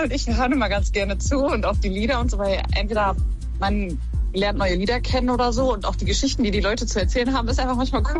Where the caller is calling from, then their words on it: Bochum, North Rhine-Westphalia, Germany; Aus Bochum.